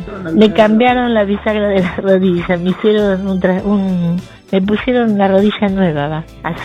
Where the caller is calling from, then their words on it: French, Buenos Aires, Argentina; de French, partido 9 de julio, provincia de Buenos Aires.